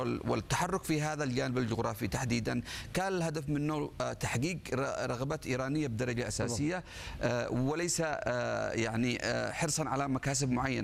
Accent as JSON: {"language": "Arabic", "country": "Yemen", "said": "لنا كيمنيين"}